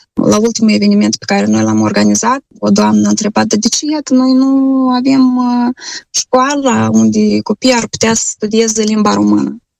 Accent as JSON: {"language": "Romanian", "country": "Moldova", "moved": "yes", "lives_now": "Edmonton, Canada", "said": "Sunt moldoveni de-a noștri care au înscris copiii la școala respectivă, dar noi, comunitatea noastră, este relativ nouă"}